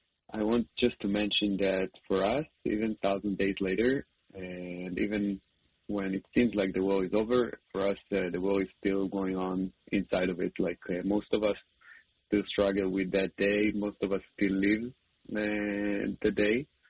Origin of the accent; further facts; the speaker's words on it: Holon, Tel Aviv District, Israel; to the club that he goes in Holon, my hometown.